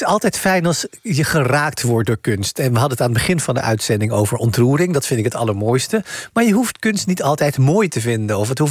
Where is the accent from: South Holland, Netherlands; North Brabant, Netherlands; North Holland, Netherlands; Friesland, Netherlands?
North Brabant, Netherlands; Oudenbosch; Ikzelf ben in Oudenbosch opgegroeid, een klein dorpje in Brabant.